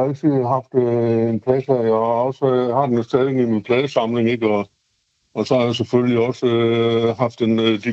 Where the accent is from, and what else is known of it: Aarhus, Central Denmark Region, Denmark